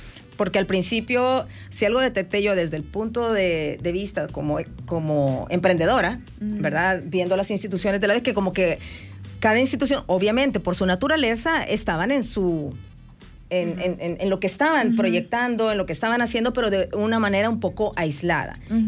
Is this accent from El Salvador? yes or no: yes; El Salvador